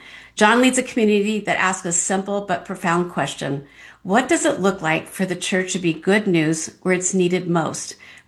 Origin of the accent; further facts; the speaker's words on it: Phoenix, Arizona, United States; I was born and raised in Phoenix, and so I've seen the downtown area change greatly over the years.